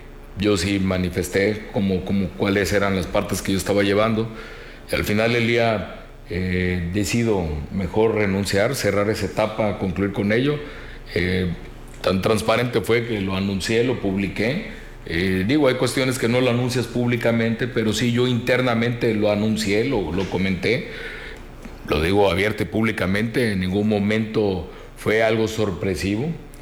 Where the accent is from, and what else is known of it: Mexico